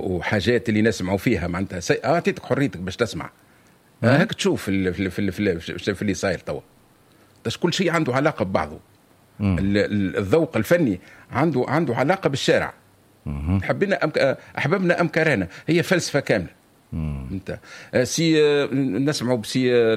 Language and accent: Arabic; Tunisia; أنا كتونسي